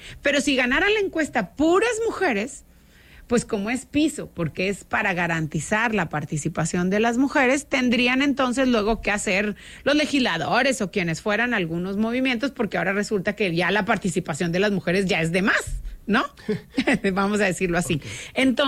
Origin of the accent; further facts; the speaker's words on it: Nuevo León, Mexico; yo soy de la generación, y yo creo que tú también, aunque lo niegues, que vivimos libertad en Nuevo León.